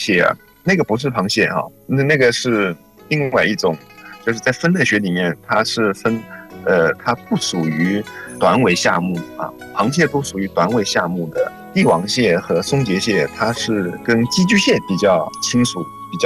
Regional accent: Zhejiang, China; 我是浙江人

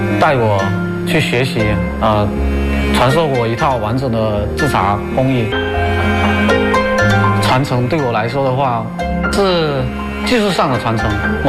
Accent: Fujian, China; 这可能跟我们福建人骨子里面的这种血脉有关。

